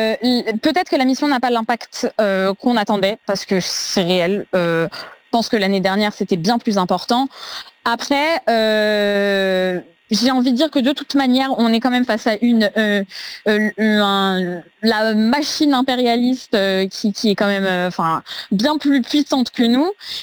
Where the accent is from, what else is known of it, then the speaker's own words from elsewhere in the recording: France; en tant qu'Européen et en tant que Français, d'autant plus, c'est notre héritage aussi